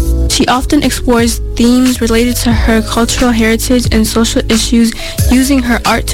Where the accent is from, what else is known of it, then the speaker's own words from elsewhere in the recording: Missouri, United States; now in Minneapolis, United States; Growing up in Missouri and moving to Minnesota in 2015, nearly a decade ago